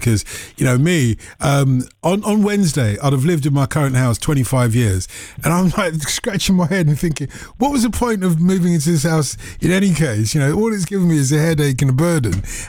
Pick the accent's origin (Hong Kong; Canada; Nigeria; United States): Nigeria; Of course, I'm Nigerian.